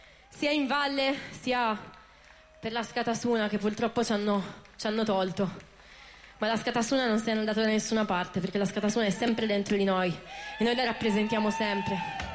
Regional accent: Turin, Piedmont, Italy; noi veniamo da Torino, Black City

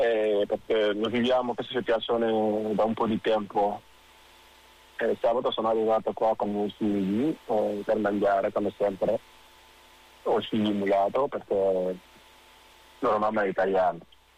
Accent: Senegal; Italian is a second language; moved away as an adult; now in Italy; vengo dal Senegal, di origine senegalese ovviamente. Sono in Italia dal 2011

